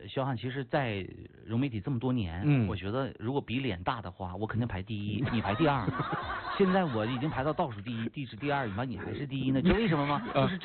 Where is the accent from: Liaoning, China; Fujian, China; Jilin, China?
Jilin, China; Huadian; 咱们中国人，咱们吉林人，咱们桦甸人，不屈不挠